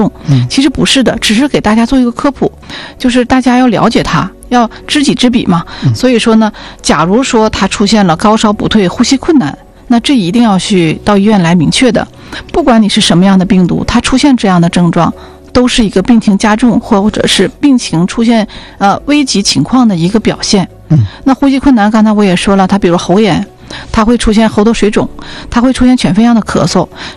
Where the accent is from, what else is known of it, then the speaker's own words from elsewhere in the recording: China; 我们中国人有个习俗，就是满月酒啊